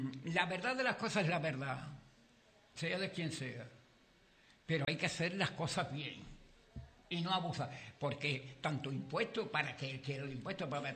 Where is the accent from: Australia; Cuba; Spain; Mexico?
Spain; Andalusia; yo me siento muy andaluz, muy, muy, y muy orgulloso de ser andaluz.